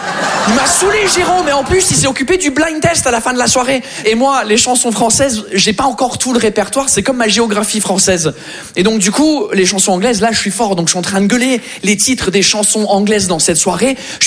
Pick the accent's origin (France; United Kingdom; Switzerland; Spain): United Kingdom; England; French is a second language; Du coup, les Français qui me rencontrent pensent que je suis français, sauf que je suis anglais et comme tous les anglais, je fais des petites fautes